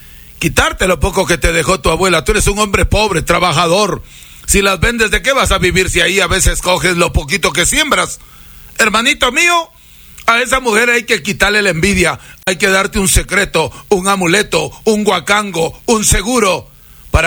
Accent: Huancabamba, Piura, Peru; soy peruano huancabambino bautizado en la Laguna Blanca, Laguna del Chimbe, Laguna del Toro, Laguna de la Palangana.

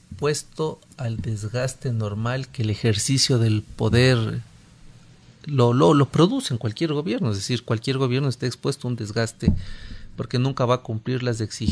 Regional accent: Ecuador; como ecuatorianos y ecuatorianas.

